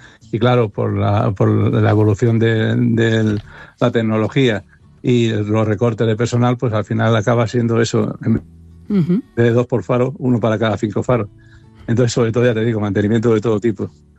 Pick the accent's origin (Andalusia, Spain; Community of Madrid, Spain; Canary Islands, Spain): Community of Madrid, Spain; Madrid; Todo lo contrario. Yo soy de Madrid, vamos, de Vallecas.